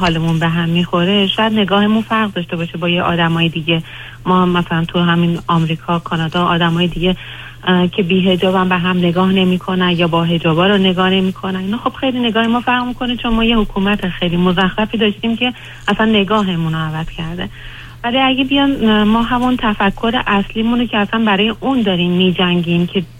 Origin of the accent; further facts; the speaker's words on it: Iran; moved away; ما چون که توی ایران بزرگ شدیم